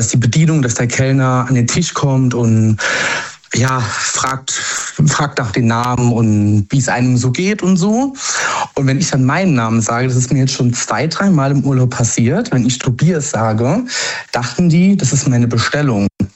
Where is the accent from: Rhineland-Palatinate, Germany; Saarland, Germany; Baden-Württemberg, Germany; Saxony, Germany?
Saarland, Germany; Aus der Nähe von Saarbrücken im Saarland.